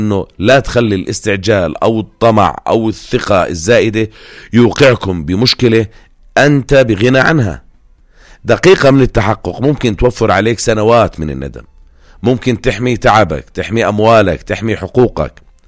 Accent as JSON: {"language": "Arabic", "country": "Jordan", "said": "إحنا كمجتمع أردني معروفين بالطيبة والثقة الزايدة بالناس"}